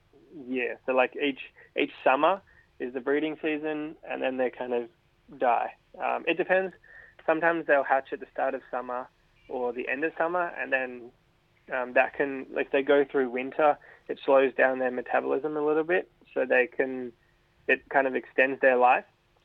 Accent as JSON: {"language": "English", "town": "Sydney", "region": "New South Wales", "country": "Australia", "tie": "born or raised there", "said": "I grew up in Sydney, so I'm kind of used to the more, I guess, subtropical, tropical kind of regions."}